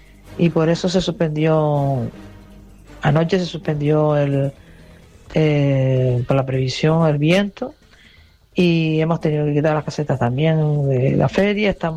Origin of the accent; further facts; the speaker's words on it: Ingenio, Canary Islands, Spain; yo que soy una cochinera porque soy de Ingenio